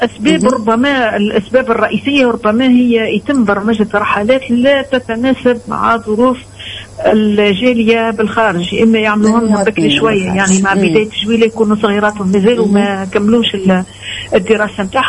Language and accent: Arabic; Tunisia; يا رانا نحبوا بلادنا بسخانتها بردها بكل شيء.